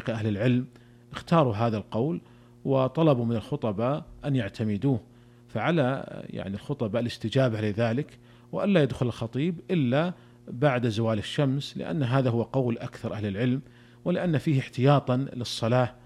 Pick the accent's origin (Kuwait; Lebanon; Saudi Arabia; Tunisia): Saudi Arabia; وبكل حال عندنا في المملكة العربية السعودية وزارة الشؤون الإسلامية والدعوة والإرشاد